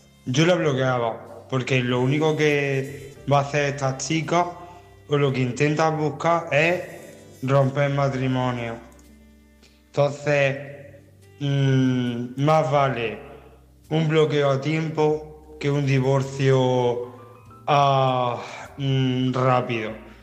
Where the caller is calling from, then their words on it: Granada, Andalusia, Spain; de Granada.